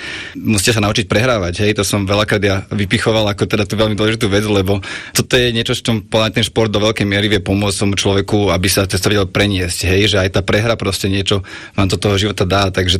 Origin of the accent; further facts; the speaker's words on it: Bratislava, Bratislava Region, Slovakia; moved away as an adult; pochádzam z Bratislavy. Konkrétne teda z Lamača, kde som aj vyrastal, pri futbalovom ihrisku